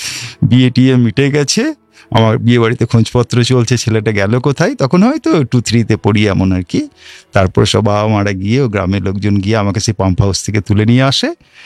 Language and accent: Bangla; West Bengal, India; now in Suri, India; আমার বাড়ি বীরভূমের রামপুরহাট সাব ডিভিশনের মাসরা বলে একটি গ্রামে, বর্তমানে আমি সিউড়িতে থাকি।